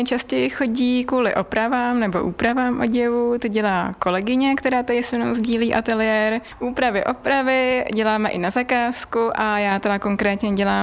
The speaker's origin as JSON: {"language": "Czech", "region": "Polabí", "country": "Czechia", "also_born_or_lived": "Jablonec nad Nisou / Prague", "said": "Já jsem se z Českého kraje, z Polabí, a studovala jsem v Praze oděvní průmyslovku a pak jsem šla na univerzitu."}